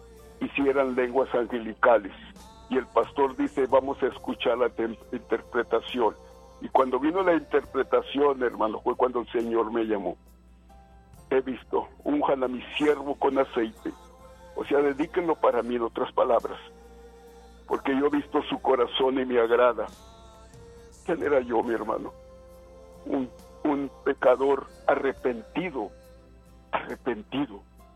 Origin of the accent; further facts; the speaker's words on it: Mexico; born there; Y mi hermano, yo nací en México, yo no quería volver para México por la pobreza que pasamos.